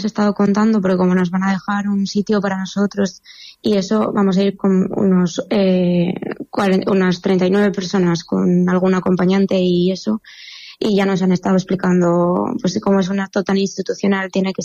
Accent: Calatayud, Aragon, Spain; intentamos que siempre se vea que somos de Calatayud

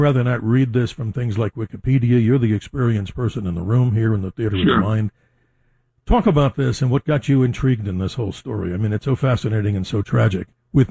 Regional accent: New York City, New York, United States; born there; also born or lived in New Jersey; now in Phoenix, United States; I was born in Jamaica, Queens, and we moved all over the place, okay. Ozone Park, Jackson Heights, and then we escaped over to New Jersey, and now I'm here in Phoenix.

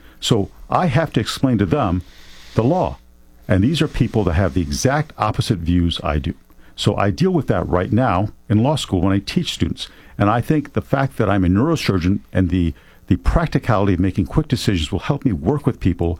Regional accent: Buffalo, New York, United States; And again, I went to a state University of New York in Buffalo. That's where I grew up in Western New York.

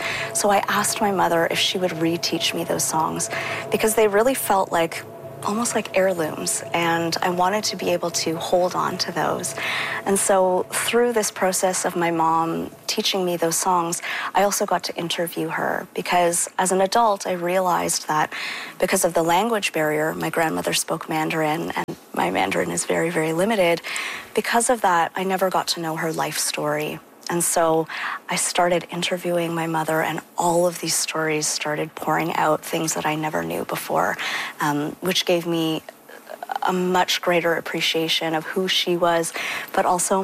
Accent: Toronto, Ontario, Canada; now in Vancouver, Canada; I'm originally from Toronto, but now based in Vancouver.

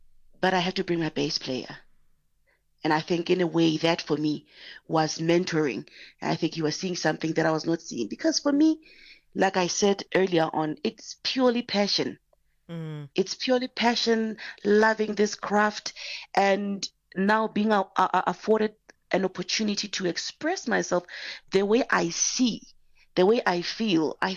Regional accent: Mafikeng, North West, South Africa; But I guess also because of where I grew up, I'm from Mafikeng, it was really big on those two genres.

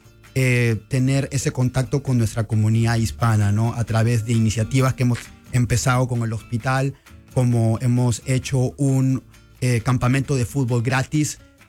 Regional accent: Lima, Peru; now in United States; Yo vengo de Lima, de Perú. Ya llevo ya casi 17 años aquí en Estados Unidos. Vine a través de una beca deportiva de fútbol y ya me establecí en el área de Nebraska.

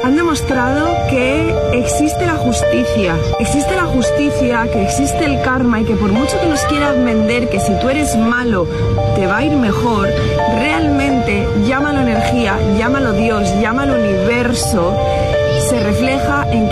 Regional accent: Spain; soy española y haya ganado mi país

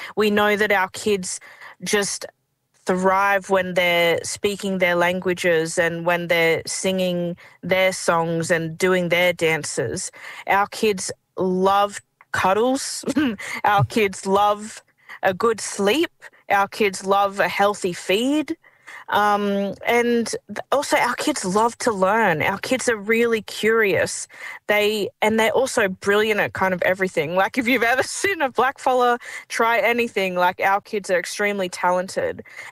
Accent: Darwin, Northern Territory, Australia; my kids need different things because we're from Darwin.

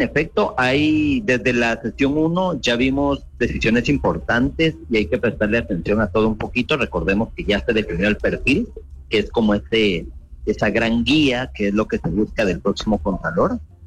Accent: Guatemala

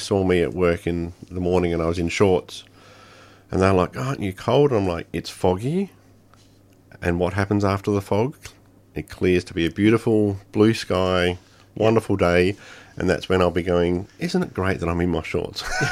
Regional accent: Adelaide, South Australia, Australia; now in Melbourne, Australia; I grew up in Adelaide, and having moved over to Melbourne many years ago

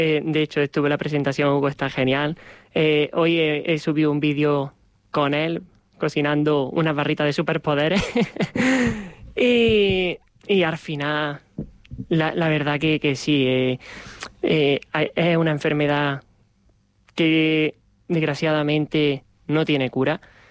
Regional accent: Montefrío, Andalusia, Spain; moved away as an adult; now in Talavera de la Reina, Spain; Voy a Montefrío. Al final yo soy de allí, yo aquí llevo 10 añitos.

